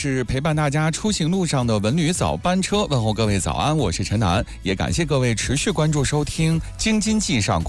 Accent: China; 我们中国人做饭是比较讲究的

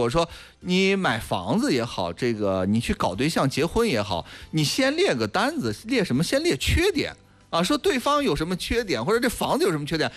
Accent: Shijiazhuang, Hebei, China; 我从小在市中心的位置住着长大

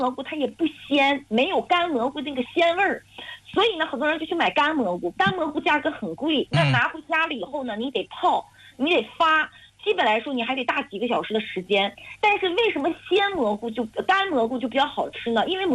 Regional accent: Northeast China, China

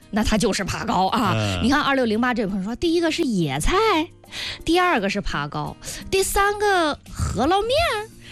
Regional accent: Hebei, China; 尤其是咱们河北人必须要吃，就是蒜泥爬高。

